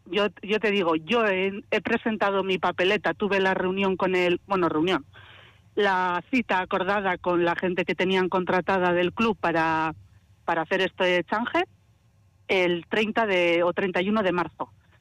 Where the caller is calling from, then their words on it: Getxo, Basque Country, Spain; yo vivo en Algorta, entonces sí que es cierto que no tengo contacto con la gente del pueblo de aquí, de Igorre.